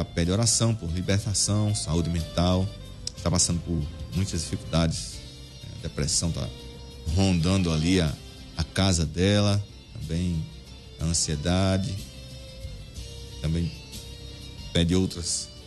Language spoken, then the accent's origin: Portuguese; João Câmara, Rio Grande do Norte, Brazil; Minha cidade, sou de João Câmara. Sou filho de João Câmara.